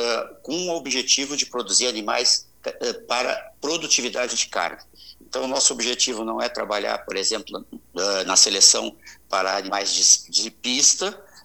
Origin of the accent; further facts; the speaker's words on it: Pelotas, Rio Grande do Sul, Brazil; moved away; eu sou natural de Pelotas e tenho família toda aí na Zona Sul, tenho propriedade aí também